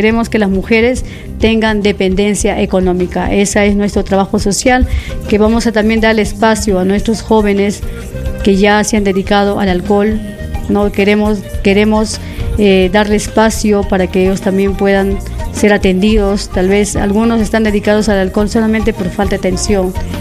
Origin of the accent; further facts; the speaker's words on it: Huanta, Ayacucho, Peru; no porque soy de Huanta